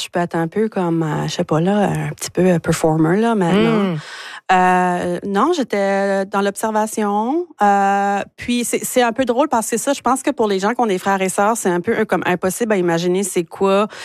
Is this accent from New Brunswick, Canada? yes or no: yes; Caraquet, New Brunswick, Canada; also born or lived in Moncton; je suis née à Moncton. Et de l'âge de 5 à 16 ans, j'étais à Caraquet.